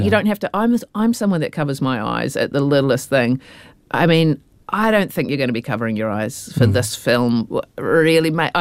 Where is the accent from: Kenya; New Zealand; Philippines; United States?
New Zealand; I'm a Kiwi